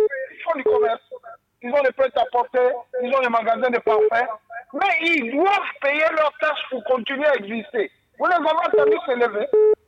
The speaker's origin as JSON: {"language": "French", "country": "Gabon", "said": "même si nous, on ne veut pas nous dire en tant que Gabonais, combien régénèrent les richesses du pays"}